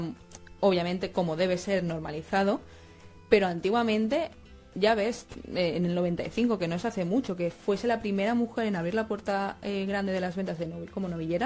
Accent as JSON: {"language": "Spanish", "town": "Valencia", "region": "Valencian Community", "country": "Spain", "said": "nosotros somos de Valencia"}